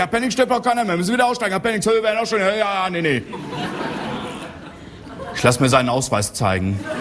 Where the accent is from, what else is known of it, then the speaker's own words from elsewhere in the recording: Northern Germany, Germany; Ich sage, ich bin eigentlich aus Norddeutschland.